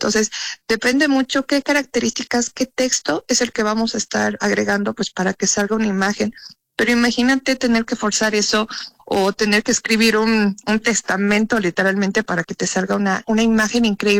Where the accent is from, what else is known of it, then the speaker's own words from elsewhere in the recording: Mexico; born there; soy boliviana, mexicana, nací aquí en México, pero pues mis raíces son bolivianas. Pues el hecho de conectar mis dos países me enorgullecen